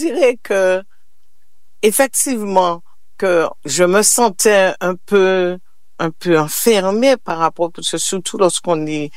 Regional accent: Petit-Canal, Guadeloupe; moved away as an adult; Eh bien, petite fille, je suis guadeloupéenne. J'ai été élevée dans une petite commune de la Guadeloupe qui est la Petit Canal.

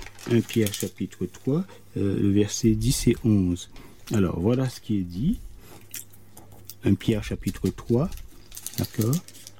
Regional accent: Guadeloupe; quand on était plus jeune, chez nous en Guadeloupe

